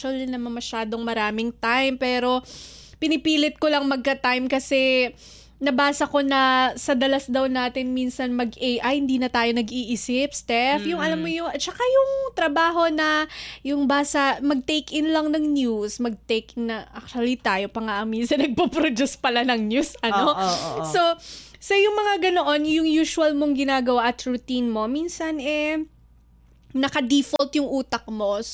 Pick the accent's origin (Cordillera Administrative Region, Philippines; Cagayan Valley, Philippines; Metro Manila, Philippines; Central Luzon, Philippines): Cagayan Valley, Philippines; super relate as a probinsyana like me from Batanes.